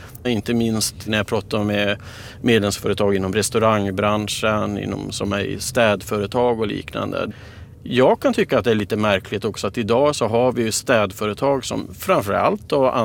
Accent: Kiruna, Norrbotten County, Sweden; Jag är ju född och uppvuxen i Kiruna.

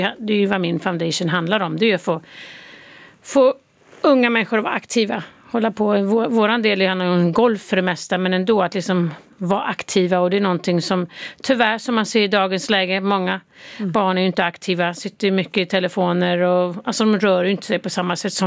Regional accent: Sweden; now in United States; Ja, jag är fortfarande svensk medborgare. Det måste jag tala om. Barnen är ju svensk medborgare också, så jag försöker hålla den kontakten.

